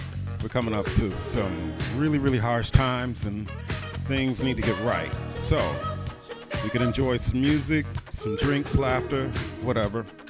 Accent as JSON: {"language": "English", "town": "Evanston", "region": "Illinois", "country": "United States", "tie": "born or raised there", "said": "my hometown, Evanston, or Evanston Township High School."}